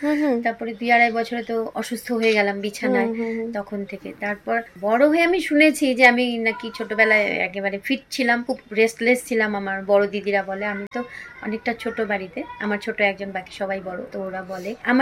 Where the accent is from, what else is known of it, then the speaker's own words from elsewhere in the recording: Cooch Behar, West Bengal, India; তারপর স্কুলে বড় হলাম, ওখানেও সবারই খুব কাছে ছিলাম, ভীষণ আদর যত্নে বড় হয়েছি NLC school for the blind কুচবিহারে, ওখানে তো পড়াশোনা করলাম